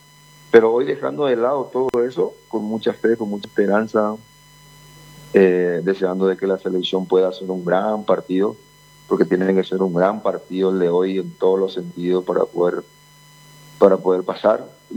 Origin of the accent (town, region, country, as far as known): Paraguay